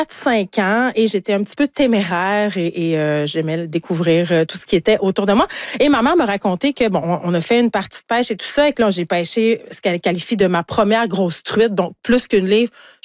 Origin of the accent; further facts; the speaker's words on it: Saguenay, Quebec, Canada; je viens du Saguenay, j'arrête pas de le répéter. Et je pêche depuis, mon Dieu, que je sais marcher avec mes parents.